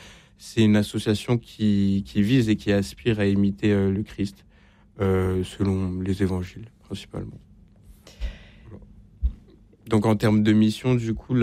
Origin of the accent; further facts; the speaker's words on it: Montpellier, Occitanie, France; parce que de base, je viens de Montpellier.